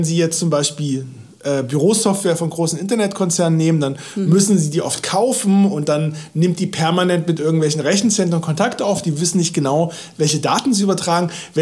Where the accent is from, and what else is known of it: Halle, Saxony-Anhalt, Germany; born or raised there; now in Berlin, Germany